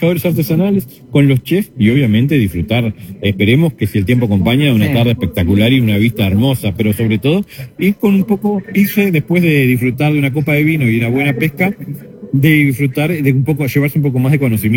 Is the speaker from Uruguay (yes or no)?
yes; Uruguay